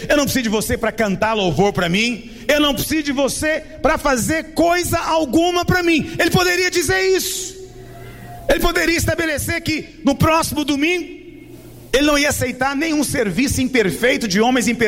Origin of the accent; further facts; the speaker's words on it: Goiás, Brazil; Eu sou goiano, eu falo dá conta, né?